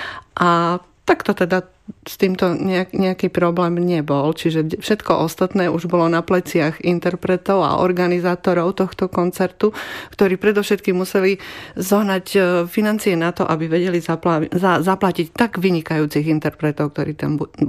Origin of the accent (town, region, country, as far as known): Spiš, Slovakia